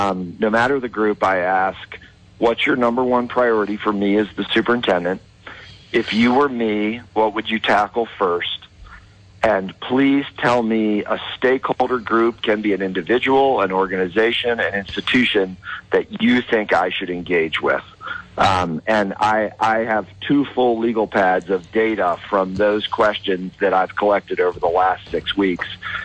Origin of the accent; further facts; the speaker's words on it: East Coast, United States; moved away as an adult; now in Rio Rancho, United States; I was born and raised on the East Coast.